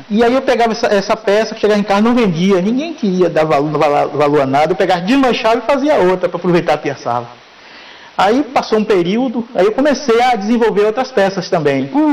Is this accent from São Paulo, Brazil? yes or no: no; Ituberá, Bahia, Brazil; E de onde? Eu sou de Ituberá.